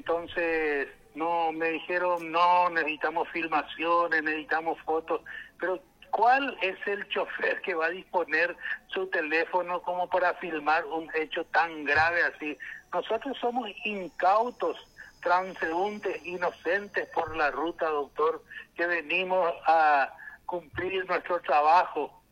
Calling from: Altos, Cordillera, Paraguay

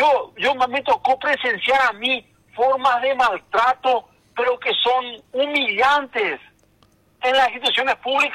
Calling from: Paraguay; somos los paraguayos

